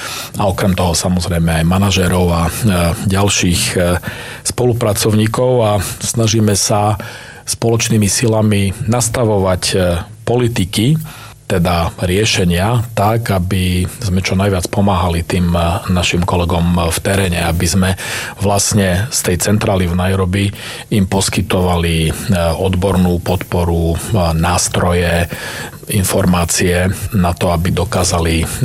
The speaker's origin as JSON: {"language": "Slovak", "town": "Tatranská Lomnica", "region": "Prešov Region", "country": "Slovakia", "tie": "born or raised there", "also_born_or_lived": "Poprad / Bratislava", "said": "som naozaj pekné detstvo prežil vo Vysokých Tatrách, Tatranskej Lomnici. Narodil som sa síce v Poprade, Spišskej Sobote, ale detstvo som naozaj prežil v našich krásnych Tatrách"}